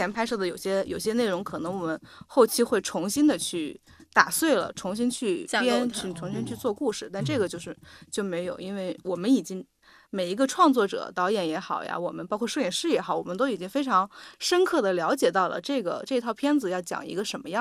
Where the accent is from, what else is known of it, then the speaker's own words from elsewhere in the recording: China; 我们中国人